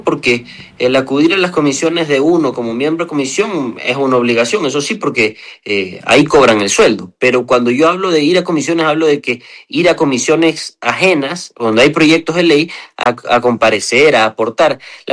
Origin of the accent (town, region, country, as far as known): Ecuador